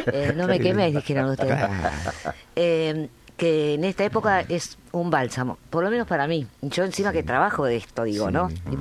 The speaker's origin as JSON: {"language": "Spanish", "country": "Argentina"}